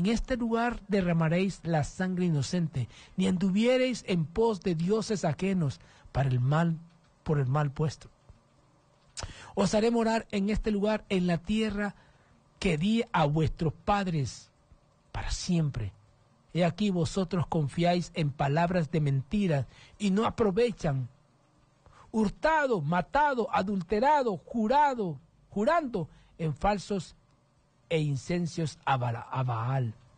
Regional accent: Honduras; Para que vea que soy catracho.

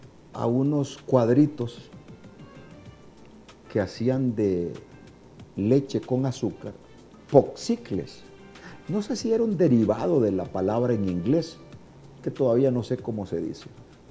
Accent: Choluteca, Honduras; Allá en mi pueblo donde yo me crié, en Choluteca, los menesteres del que yo oí hablar era del buen albañil.

